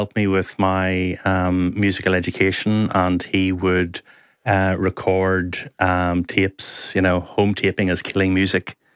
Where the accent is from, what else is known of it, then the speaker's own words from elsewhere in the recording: Northern Ireland, United Kingdom; moved away; also born or lived in London; the County Down, which is where I'm from